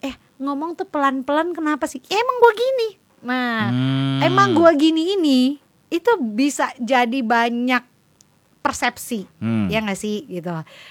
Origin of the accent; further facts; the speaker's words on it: Sulawesi, Indonesia; aku dari daerah Manado, Makassar.